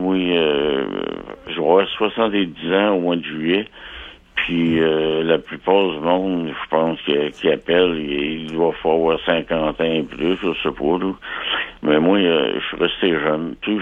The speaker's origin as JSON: {"language": "French", "town": "Lévis", "region": "Quebec", "country": "Canada", "said": "C'est un gars de Lévis, parce que moi, je suis de Lévis."}